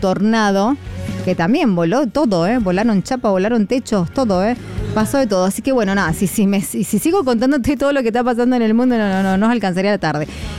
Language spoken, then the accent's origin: Spanish; Argentina